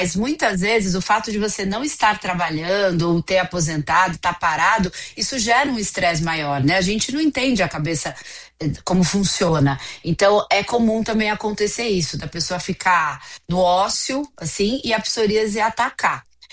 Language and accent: Portuguese; Araraquara, São Paulo, Brazil; eu sou de Araraquara, minha família inteira é de Araraquara